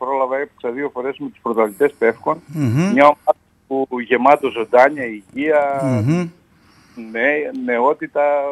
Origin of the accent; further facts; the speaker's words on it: Lagyna, Central Macedonia, Greece; το χωριό μου τα Ραγινά